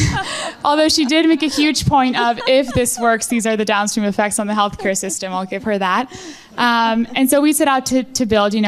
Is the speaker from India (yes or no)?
no; Mexico; moved away; I grew up in Mexico. My grandmother started the first maternal hospital in Mexico, and so I grew up basically in her clinics